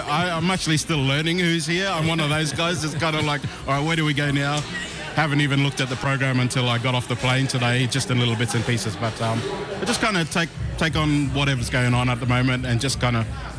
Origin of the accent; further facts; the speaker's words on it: Cairns, Queensland, Australia; now in Canberra, Australia; Grew up in Far North Queensland in Cairns and currently living in Canberra in the ACT.